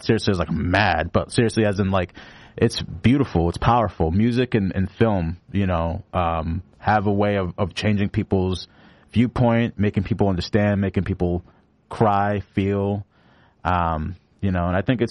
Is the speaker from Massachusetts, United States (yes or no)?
yes; Lynn, Massachusetts, United States; And so I'm from Lynn, which is not too far from East Boston. Very similar backgrounds, demographics in the community.